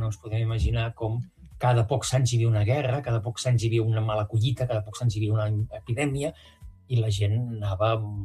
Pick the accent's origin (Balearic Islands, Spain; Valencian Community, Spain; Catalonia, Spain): Catalonia, Spain; Barcelona; also born or lived in Creixell / Torredembarra; Jo soc barceloní i visc a l'Empordà, imagina't, no? Jo vaig passar la infantesa entre Creixell i Torredembarra, aquella zona, però, clar, jo era un barceloní trasplantat